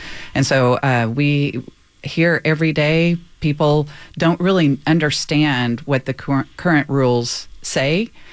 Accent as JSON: {"language": "English", "town": "Dallas", "region": "Texas", "country": "United States", "tie": "born or raised there", "moved": "as an adult", "lives_now": "Austin, United States", "said": "I'm a state representative from the Austin area. I grew up in Dallas."}